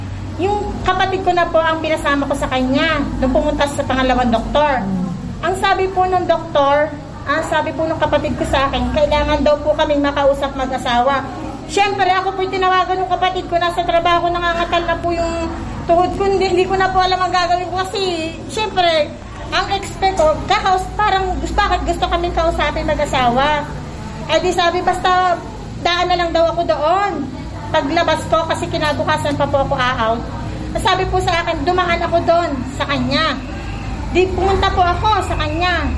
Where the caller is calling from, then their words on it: Calapan, Mimaropa, Philippines; Nazareto po.